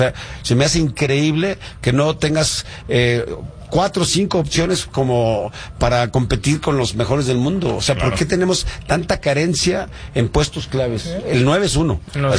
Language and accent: Spanish; Mexico